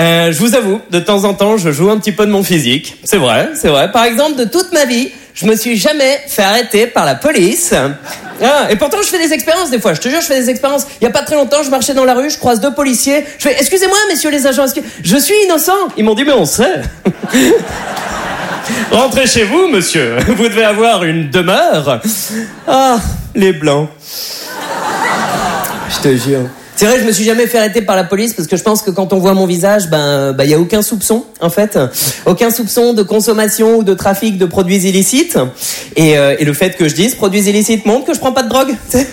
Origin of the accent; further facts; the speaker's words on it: Berck-sur-Mer, Hauts-de-France, France; J'ai eu la chance de rentrer au bled, dans le plus grand des calmes, comme on dit chez nous à Berck-sur-Mer.